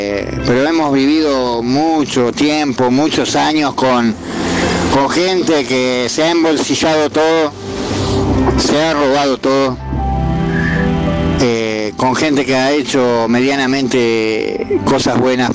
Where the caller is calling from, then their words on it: Argentina; creo en mi país, creo en Argentina, porque me creo un argentino más